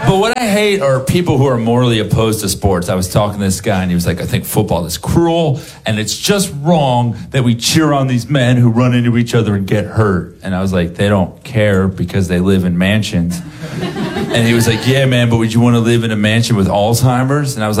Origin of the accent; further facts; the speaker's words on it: Florida, United States; I'm from Florida. That's where I'm from, and that's what it deserves.